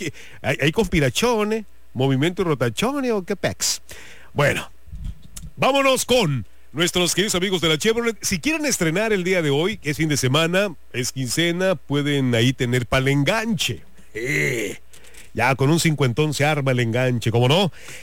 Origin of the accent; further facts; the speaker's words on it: San Blas, Mexico; en mi querido San Blas